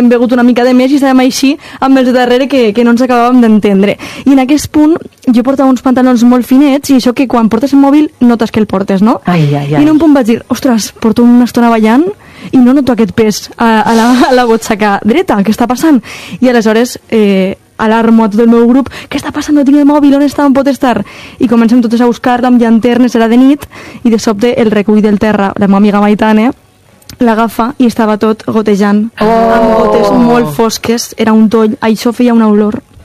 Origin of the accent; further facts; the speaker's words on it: Castelló, Valencian Community, Spain; aquest març passat, a les festes del meu poble a Castelló, les festes de la Magdalena